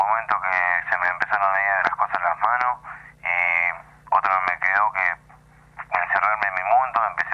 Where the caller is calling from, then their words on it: San Miguel, Buenos Aires Province, Argentina; Soy de San Miguel.